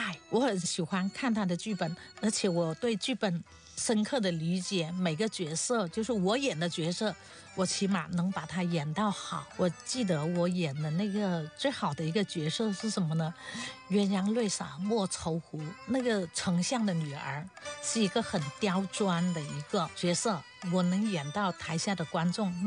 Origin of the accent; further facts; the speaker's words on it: Baise, Guangxi, China; 我也是土生土长的白色人吧。